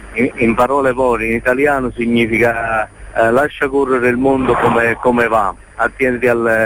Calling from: Benevento, Campania, Italy; siamo da Benevento.

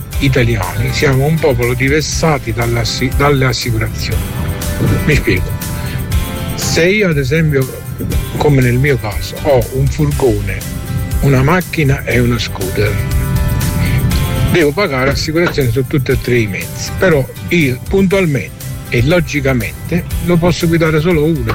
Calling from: Avellino, Campania, Italy; sono di Avellino.

